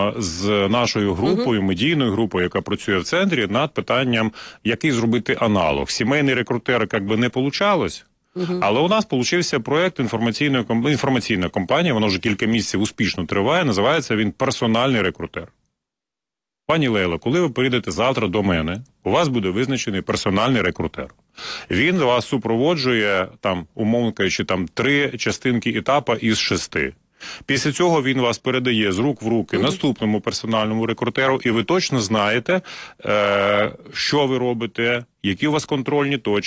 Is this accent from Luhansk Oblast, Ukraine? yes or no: yes; Luhansk Oblast, Ukraine; я народився і виріс на Донбасі, на Луганщині, і поруч зі мною завжди були або шахтарі, або металурги